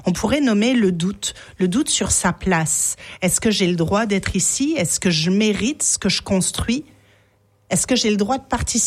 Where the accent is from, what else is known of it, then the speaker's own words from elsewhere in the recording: France; moved away; j'ai atténué mon accent consciemment. Des moments où j'ai carrément pas dit que j'étais française.